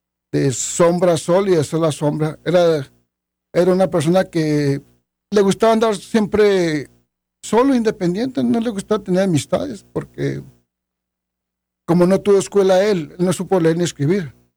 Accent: Chihuahua, Mexico; moved away as an adult; Yo nací en Chihuahua, Chihuahua, México.

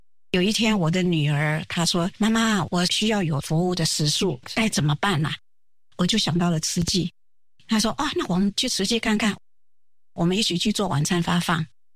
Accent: Taiwan; moved away as an adult; also born or lived in New York; 所以我是在台湾出生的。

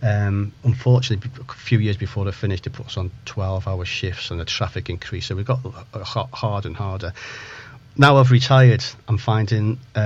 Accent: Chester, North West England, United Kingdom; also born or lived in Barrow-in-Furness / Ulverston; now in Liverpool, United Kingdom; I'm actually from Chester. I've lived in Liverpool for quite a few years

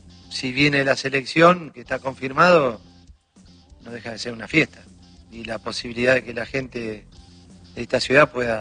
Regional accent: Argentina; yo lo puedo hablar como argentino también

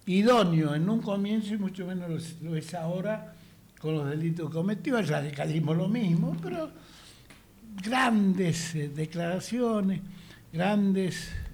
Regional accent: Argentina; los argentinos somos argentinos.

